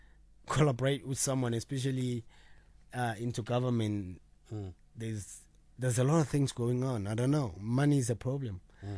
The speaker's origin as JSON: {"language": "English", "country": "United Kingdom", "said": "I'm managing fighters in the UK as I'm a British manager in boxing"}